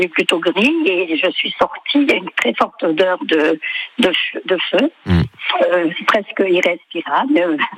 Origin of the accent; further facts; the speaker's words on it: Hauts-de-France, France; il n'y a pas longtemps que je suis dans la région, il n'y a que 5 ans. Je viens de l'Oise